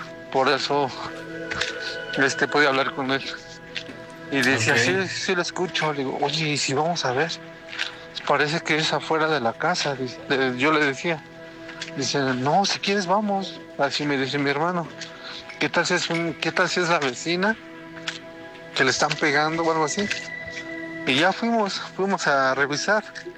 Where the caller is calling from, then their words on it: Pachuca, Hidalgo, Mexico; Soy de Pachuca, Hidalgo.